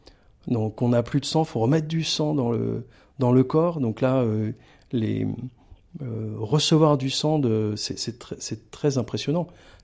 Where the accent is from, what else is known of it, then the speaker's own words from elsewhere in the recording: Draveil, Île-de-France, France; born there; Donc on s'est un peu baladé, mais je suis né à Draveil.